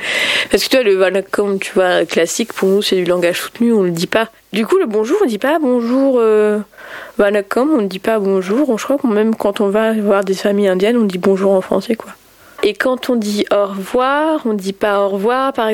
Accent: Auxerre, Bourgogne-Franche-Comté, France; Ouais, je suis née, j'ai grandi à Auxerre.

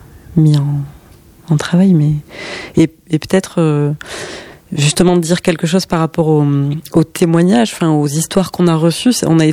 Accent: Occitanie, France

